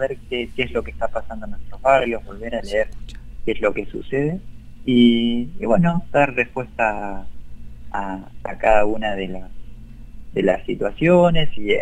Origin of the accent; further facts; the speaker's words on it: Carmen de Areco, Buenos Aires Province, Argentina; yo soy de Carmen de Areco